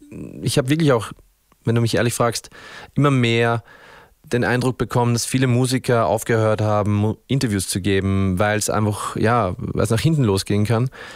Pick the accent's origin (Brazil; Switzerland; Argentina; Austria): Austria; Upper Austria; now in Vienna, Austria; Ich glaube, ich denke da auch manchmal drüber nach, bin ich jetzt Oberösterreicher oder bin ich beides? Bin ich eigentlich ein Wiener? Ich muss jetzt mal rechnen. Ich glaube, ich bin schon fast die Hälfte meines Lebens jetzt auch in Wien.